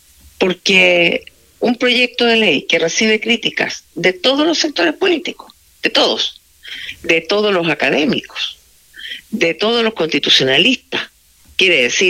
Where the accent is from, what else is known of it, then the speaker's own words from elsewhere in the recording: Chile; Porque aquí lo que nosotros, como chilenos, esperamos